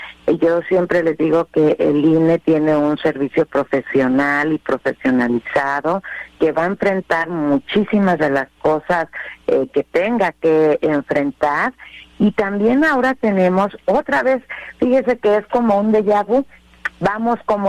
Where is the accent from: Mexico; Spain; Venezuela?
Mexico; Me parece que como mexicanas y mexicanos sí tenemos que estar muy atentos a exigirles por la independencia, la imparcialidad.